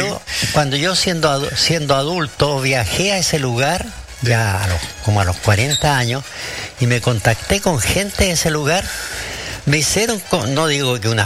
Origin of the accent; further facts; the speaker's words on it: Tricauco, Araucanía, Chile; born there; Y nací en una localidad cerca de Traiguén que se llama Tricauco